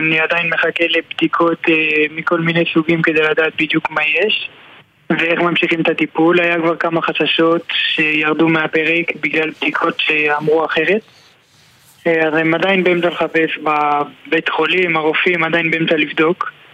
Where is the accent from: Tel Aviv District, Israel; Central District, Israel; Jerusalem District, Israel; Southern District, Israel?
Jerusalem District, Israel; Jerusalem; born there; נולדתי בירושלים, כיום גר באופרה, נשוי, אין עדיין ילדים